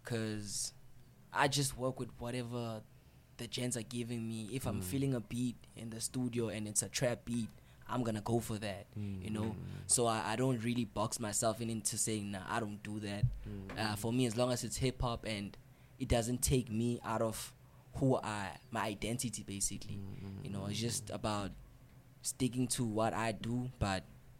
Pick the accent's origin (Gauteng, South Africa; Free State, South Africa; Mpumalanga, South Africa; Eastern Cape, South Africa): Gauteng, South Africa; also born or lived in Vosloorus; now in Alberton, South Africa; … is a young nigga from the East Rand, you know. I was born in Fort Loras, grew up in Sprayview, but currently residing in Alberton Brecon Downs.